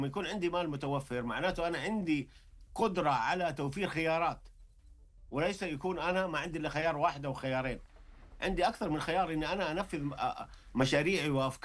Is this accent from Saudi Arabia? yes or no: yes; Saudi Arabia; احنا كلاعبين سعوديين